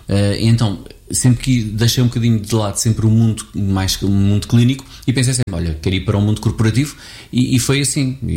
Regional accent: Abrantes, Santarém, Portugal; moved away as an adult; tenho 50 anos, nasci em 1975, no Rio ao Sul do Tejo, Abrantes, e portanto é um bocadinho esta a minha história aqui, e vivi a minha vida em Abrantes até aos 18 anos, mas já não vivo cá

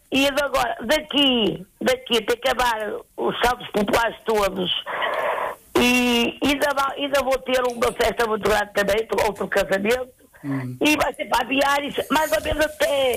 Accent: Angeiras, Norte, Portugal; moved away; lá da minha terra em Anjeiras

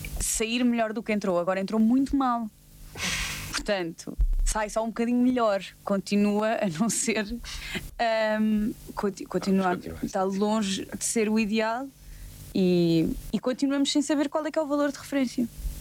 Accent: Lisbon, Portugal; accent: Lisbon; Podia ter dito com o meu sotaque de Lisboa, então.

